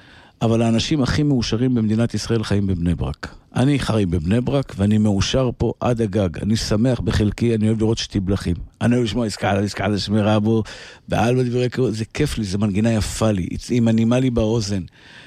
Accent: Iran; והחברות השני עושה לי מקם משותף של פרסי כזה, או כי אני פרסי, אז הוא היה עושה לי מקם פרסי כזה.

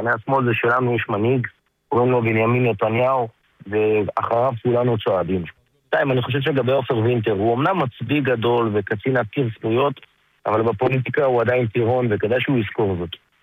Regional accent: Ofakim, Southern District, Israel; אני מגיע מאופקים, אופקים עיר ליכודית מובהקת

